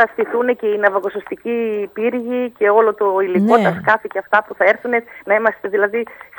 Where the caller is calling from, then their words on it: Nea Kerdylia, Central Macedonia, Greece; μέσα στο χωριό μου, στα Νέα Κερδίλια